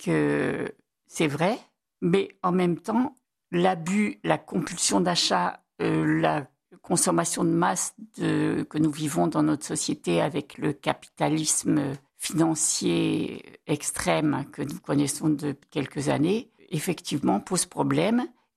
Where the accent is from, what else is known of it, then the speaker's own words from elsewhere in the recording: Paris, Île-de-France, France; born there; moved away as an adult; now in Avignon, France; Ça fait plus de 45 ans que j'habite à Avignon, que j'ai quitté Paris avec mon diplôme d'éducatrice en poche.